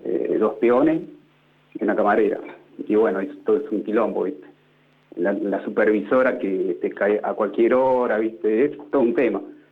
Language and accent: Spanish; La Plata, Buenos Aires Province, Argentina; born there; moved away as an adult; now in Buenos Aires, Argentina; Yo soy nacido en La Plata, ¿viste?